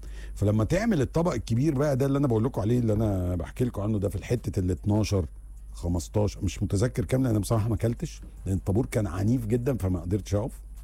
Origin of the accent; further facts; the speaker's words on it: Egypt; أنا مثلا إحنا كمصريين هتيجي تقول لي أنا المحل ده أقف فيه طابور عشان آكل 10 دقايق